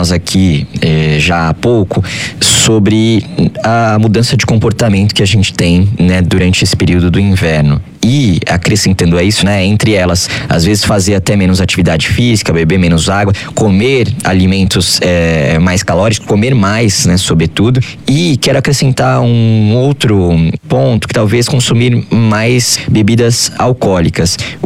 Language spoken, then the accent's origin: Portuguese; São Paulo, Brazil; now in Rio de Janeiro, Brazil; E eu tô no Rio de Janeiro, mas venho de São Paulo